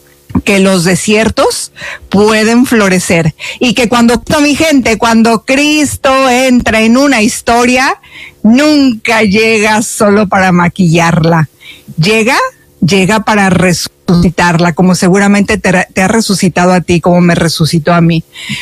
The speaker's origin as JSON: {"language": "Spanish", "country": "Mexico", "said": "te acompañamos, querida hermana nuestra, yo como mexicana."}